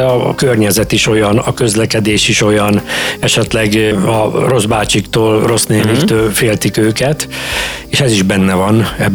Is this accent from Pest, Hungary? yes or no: no; Körösladány, Békés, Hungary; moved away; Békés megyében Körösladányban nőttem föl. Az egy különleges elrendezésű település. Ott a központ nem igazán úgy egy darab központ, hanem úgy kicsit elnyúlik, és inkább úgy a falu széle felé. Na, mi ott laktunk.